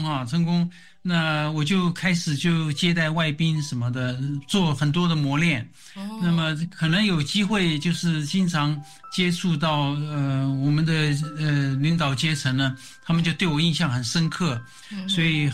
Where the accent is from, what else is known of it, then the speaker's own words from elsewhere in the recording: Hualien, Hualien County, Taiwan; moved away as an adult; also born or lived in Pingtung; 我是在屏东出生的，我爸爸呢当时是空军子弟学校的一个主任，他就在我大概4岁5岁的时候他就调到花莲市去当校长，